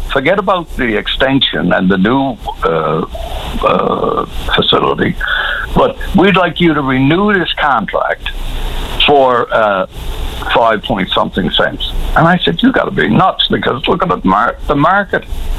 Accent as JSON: {"language": "English", "region": "Newfoundland and Labrador", "country": "Canada", "said": "as a Newfoundlander, I own 65% of a company called CFLCO."}